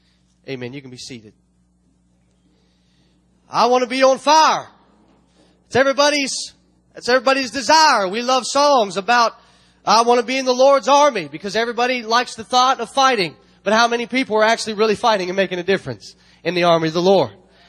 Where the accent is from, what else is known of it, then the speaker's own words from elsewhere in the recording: United States; I thank God that I'm American.